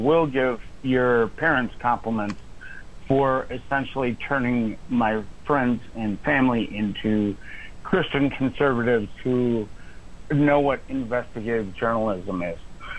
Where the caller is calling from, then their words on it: Wisconsin, United States; which is slang for a Wisconsinite.